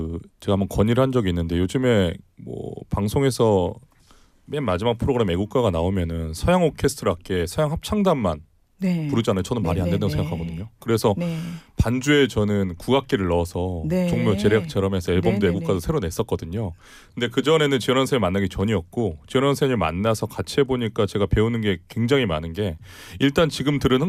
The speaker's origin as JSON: {"language": "Korean", "country": "South Korea", "said": "저는 제가 대한민국 사람이고"}